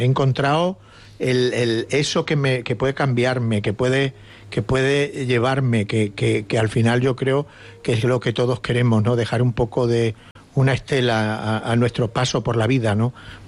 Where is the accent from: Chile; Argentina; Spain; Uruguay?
Spain; Extremadura; estamos en una zona un poco, dijéramos, hostil en cuanto a que no hay un tejido empresarial y no hay dinero